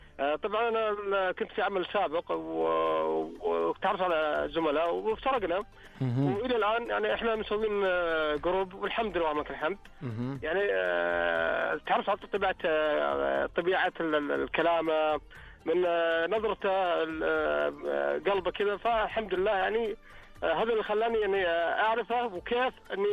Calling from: Al-Kharj, Riyadh Province, Saudi Arabia; اكلمك من الخرج

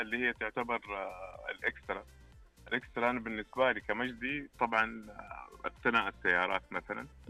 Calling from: Jeddah, Makkah Province, Saudi Arabia; أنا أكلمكم من جدة

